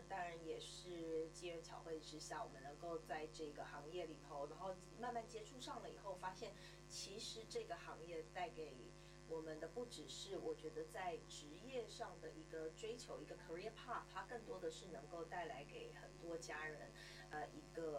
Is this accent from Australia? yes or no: yes; Australia; also born or lived in Taiwan; 那我自己本身的背景的话呢，我是台湾出生，但是在澳洲长大的。